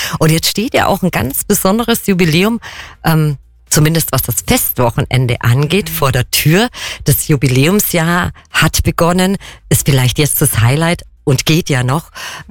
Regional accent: Kempten, Bavaria, Germany; Ich als gebürtige Kemptnerin hatte das noch nie gesehen oder habe das noch nie gesehen.

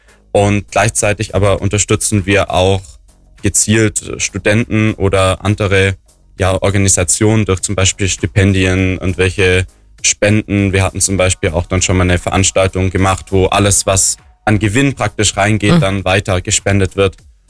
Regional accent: Aalen, Baden-Württemberg, Germany; moved away as an adult; now in Kempten, Germany; ich komme ursprünglich aus Aalen, also aus Baden-Württemberg. Genau, bin fürs Studium dann damals herzogen

